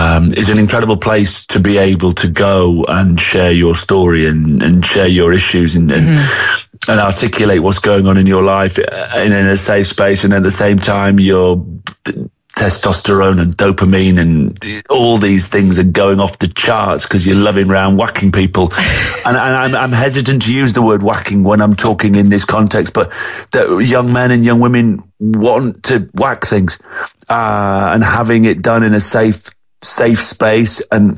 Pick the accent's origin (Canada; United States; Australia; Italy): Italy; I come at this from a kid who's grown up in rugby. My dad captained England. I grew up in Italy on a rugby pitch